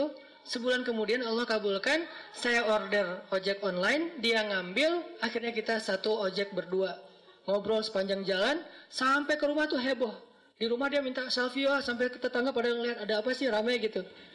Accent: Aceh, Indonesia; moved away; also born or lived in Egypt; Karena beda culture antara Jawa sama Sumatera. Sumateranya Aceh pula. Yang di kampung saya itu memang markasnya GAM juga. Jadi kita terbiasa ngomongnya teriak-teriak.

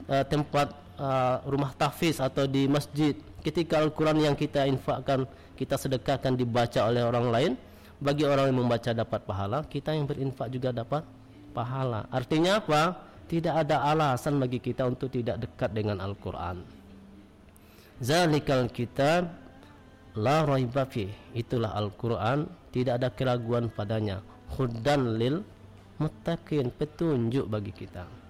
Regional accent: Indonesia; di kampung kami Badal Indrapura

